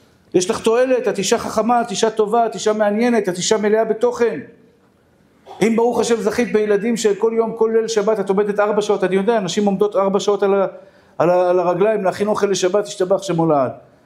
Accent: Bnei Brak, Tel Aviv District, Israel; אני דוס מבני ברק אחים, זקן לבן, לבוש שחור לבן

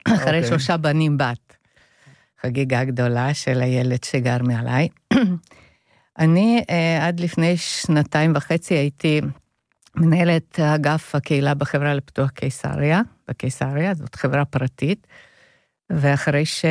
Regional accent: Hungary; Hebrew is a second language; now in Israel; אולי לא שומעים כבר את המבטא. פעם הייתי הונגריה. עליתי מהונגריה בעלייה אילגלית, ברחתי, וכאן פגשתי את בעלי

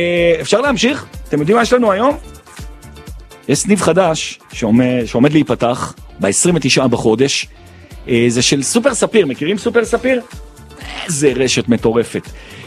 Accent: Jerusalem, Jerusalem District, Israel; also born or lived in Efrat; אני ירושלמי במהות, הכל טוב ויפה, אבל אני את הנעורים שלי העברתי באפרת, נווה דניאל

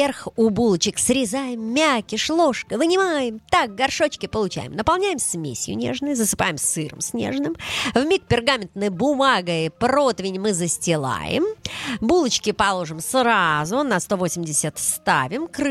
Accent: Belarus; У нас в Беларуси

